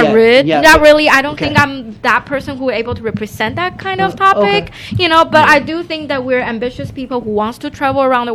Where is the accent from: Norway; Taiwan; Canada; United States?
Taiwan; English is a second language; I'm from Taiwan, and in Taiwan we don't know much about refugee, but we're big on education